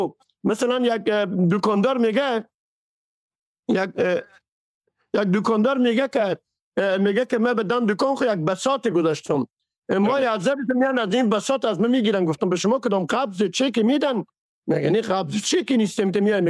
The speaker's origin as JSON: {"language": "Persian", "region": "Herat", "country": "Afghanistan", "said": "همین امروز به شمول شخص خودمه که از هرات هستم"}